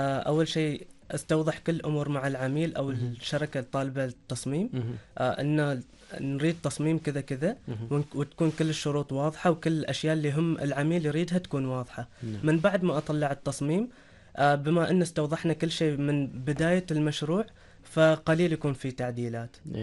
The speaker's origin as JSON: {"language": "Arabic", "country": "Oman", "said": "لأن نحن كمصممين عمانيين أكثر شيء نصمم على الثيم العماني بالطريقة العمانية"}